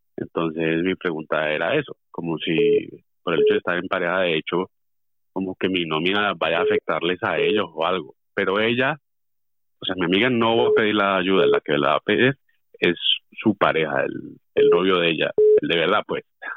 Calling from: Barcelona, Catalonia, Spain; de Barcelona.

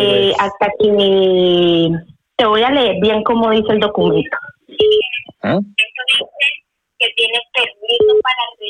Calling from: Madrid, Community of Madrid, Spain; Me comunico desde Madrid.

